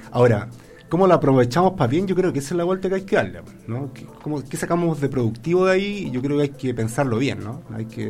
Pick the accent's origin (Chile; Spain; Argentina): Chile